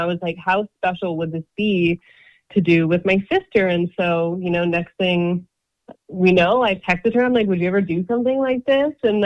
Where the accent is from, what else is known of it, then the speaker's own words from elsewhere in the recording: Edmonton, Alberta, Canada; primarily raised in Edmonton, but our family comes from all over Treaty 6 and Treaty 8 territory. So from Slave Lake to Lac St. Anne and up north in Fort Mackay and Fort McMurray